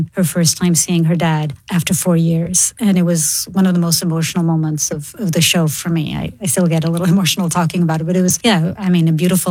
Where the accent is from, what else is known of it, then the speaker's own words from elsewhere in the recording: Portugal; I'm from Portugal.